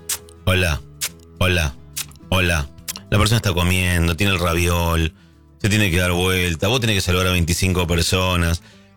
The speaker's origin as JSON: {"language": "Spanish", "country": "Argentina", "said": "como la nuestra, como la argentina, que somos bastante demostrativos."}